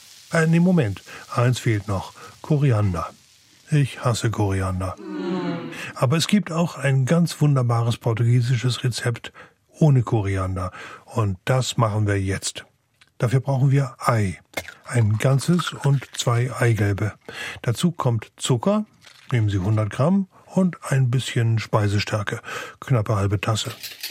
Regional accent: Northern Germany, Germany; als Norddeutsche

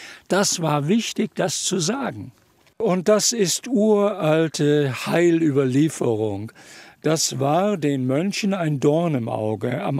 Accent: Oldenburg, Lower Saxony, Germany; Das haben wir als Kinder in Oldenburg

